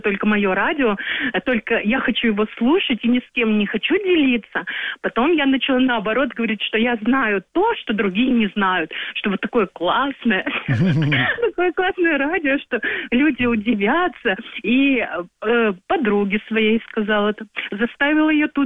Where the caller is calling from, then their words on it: Perm Krai, Russia; мы живем на юге Пермского края.